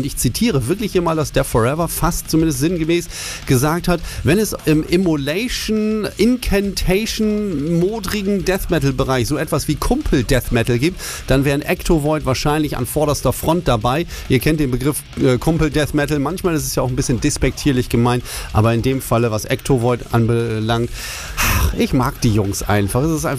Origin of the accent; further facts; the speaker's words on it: Oldenburg, Lower Saxony, Germany; als Oldenburger ist das doof.